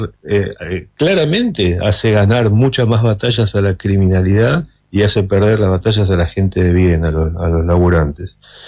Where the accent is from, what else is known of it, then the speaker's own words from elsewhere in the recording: Argentina; somos argentinos